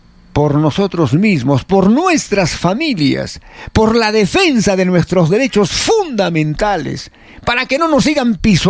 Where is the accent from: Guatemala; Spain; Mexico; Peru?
Peru; Entendamos lo que hoy enfrentamos los peruanos.